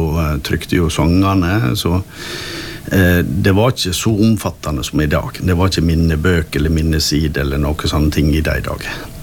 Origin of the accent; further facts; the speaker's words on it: Eid, Vestland, Norway; jeg vokste jo opp på Eid, så det var jo på Eid vi drev da, i de dager.